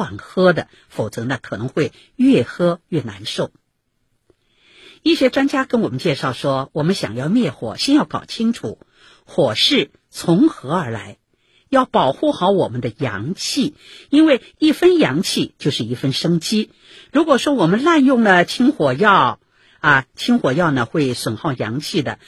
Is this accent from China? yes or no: yes; Shanghai, China; 我们上海人常说火气大啊